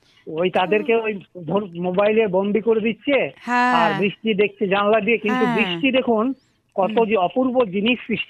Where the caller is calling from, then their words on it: Dubrajpur, West Bengal, India; আমি বীরভূম জেলার দুবরাজপুর থেকে